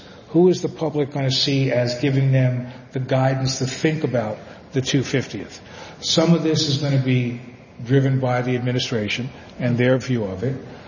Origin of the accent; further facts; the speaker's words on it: New Jersey, United States; Well, New Jersey taught me when to fight, when to run, and how to talk my way out of trouble.